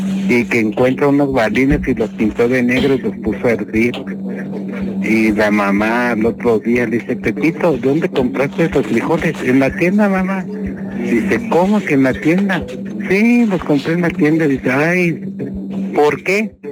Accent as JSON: {"language": "Spanish", "town": "Metapa", "region": "Chiapas", "country": "Mexico", "said": "soy de Metapa."}